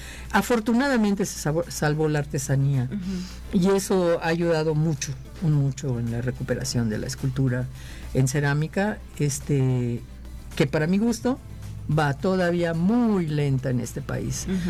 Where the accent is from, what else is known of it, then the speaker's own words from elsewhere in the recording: Yucatán, Mexico; moved away; como yo vengo de Yucatán y en Yucatán nada es chiquito